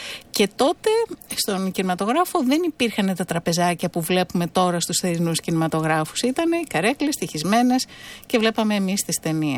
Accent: Athens, Attica, Greece; και εσύ και εγώ μεγαλώσαμε στο Παγκράτη. Εγώ εξακολουθώ να ζω στο Παγκράτη

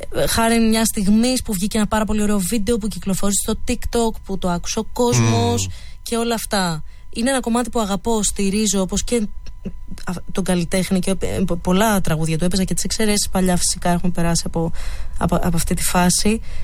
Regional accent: Karystos, Central Greece, Greece; έχει δρομολόγιο από την Κάριστο που είναι το χωριό μου.

